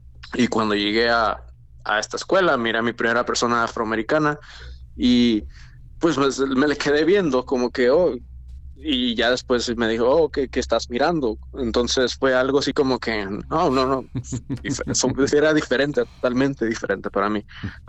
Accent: Tijuana, Baja California, Mexico; pues como yo vengo de Tijuana, entonces todos nos juntamos ahora sí que en este curso, en esta escuela, ¿no?

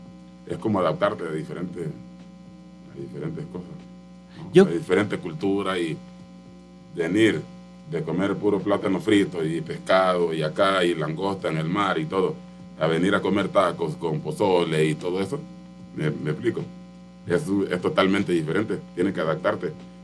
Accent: Honduras; moved away as an adult; now in San Luis Potosí, Mexico; mis hijos viven con mi mamá, allá en mi país.

